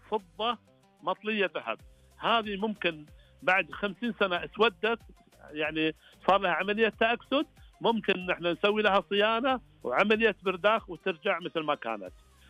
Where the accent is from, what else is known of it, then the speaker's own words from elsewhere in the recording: Saudi Arabia; حنا عندنا في السعودية